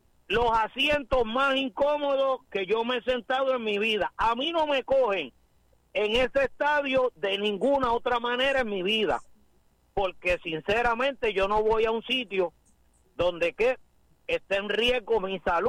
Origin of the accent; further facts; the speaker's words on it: Aguada, Puerto Rico; estoy particularmente en este momento en mi pueblo de Aguada